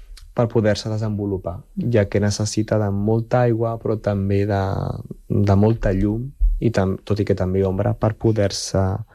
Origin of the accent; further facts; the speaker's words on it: Barcelona, Catalonia, Spain; also born or lived in Peru; jo sóc de Barcelona, però vaig viure durant molts anys al Perú